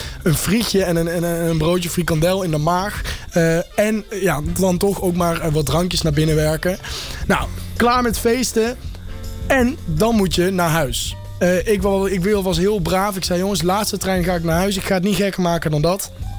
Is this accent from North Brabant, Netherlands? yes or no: yes; Eindhoven, North Brabant, Netherlands; Ik kom zelf uit Eindhoven, dus ja goed. Het was een dik uur onderweg.